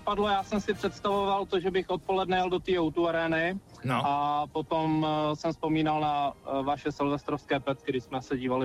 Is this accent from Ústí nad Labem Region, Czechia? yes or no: yes; Ústí nad Labem, Ústí nad Labem Region, Czechia; Z Ústí nad Labem.